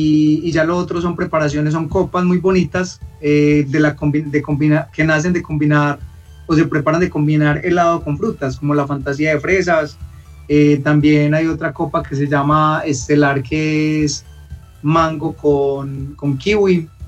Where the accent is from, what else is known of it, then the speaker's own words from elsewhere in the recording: Sopetrán, Antioquia, Colombia; also born or lived in Medellín; estaba pues por esa época en la ciudad de Medellín, ya regresé a mi pueblo, que es un municipio de Antioquia, Sopetrán